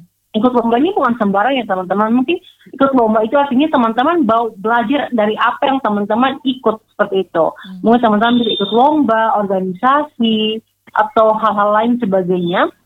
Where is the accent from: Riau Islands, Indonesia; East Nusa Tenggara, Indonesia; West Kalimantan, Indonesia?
East Nusa Tenggara, Indonesia; aku kan dari daerah ya, aku dari NTT